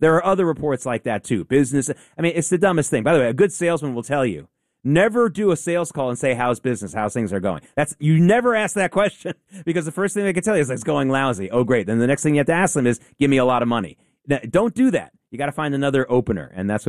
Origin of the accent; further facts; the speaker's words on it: the South, United States; when I was growing up in the South, every soda was called Coke.